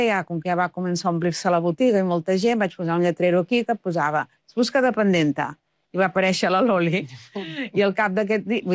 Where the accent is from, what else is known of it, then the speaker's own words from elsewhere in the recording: Sabadell, Catalonia, Spain; perquè sóc de Sabadell